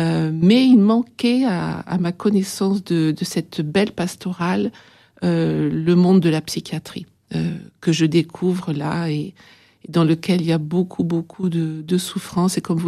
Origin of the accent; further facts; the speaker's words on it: Provence-Alpes-Côte d'Azur, France; moved away as an adult; also born or lived in Beauvais diocese, Oise; depuis 3 ans ici, de retour sur mes terres provençales, je suis originaire de la région d'Aix-en-Provence.